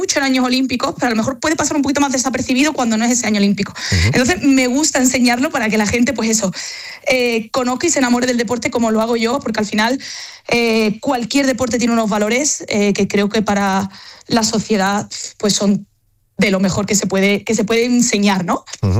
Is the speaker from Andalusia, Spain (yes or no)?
yes; Andalusia, Spain; bueno, tú sabes cómo somos los andaluces.